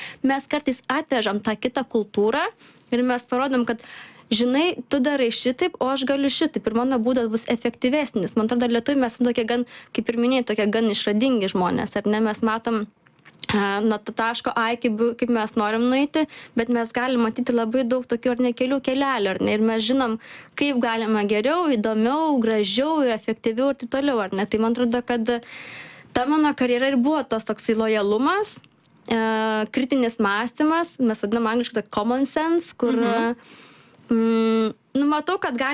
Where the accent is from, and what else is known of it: Kuršėnai, Šiauliai County, Lithuania